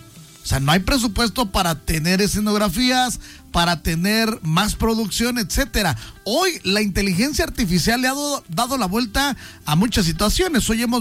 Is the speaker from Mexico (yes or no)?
yes; Mexico; le tengo que ir a México porque soy mexicano